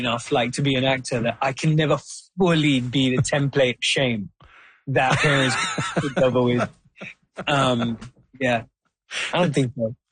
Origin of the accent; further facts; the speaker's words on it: Wembley, London, United Kingdom; I read this play about Prince growing up in Denmark, and I was like, this is exactly like growing up in Wembley.